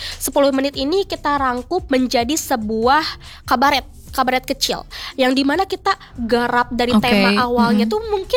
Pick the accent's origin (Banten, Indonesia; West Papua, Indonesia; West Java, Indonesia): West Java, Indonesia; Sukabumi; now in Bandung, Indonesia; Aku dari Sukabumi.